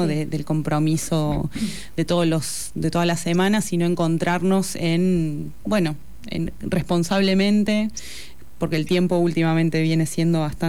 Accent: Córdoba, Argentina; moved away as an adult; Ambas somos cordobesas con Sole y egresadas de la misma escuela, los Niños Cantores de Córdoba.

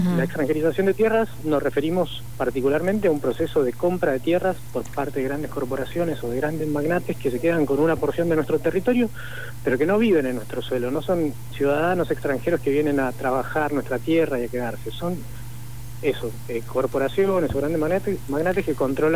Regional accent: Argentina; nosotros como argentinos

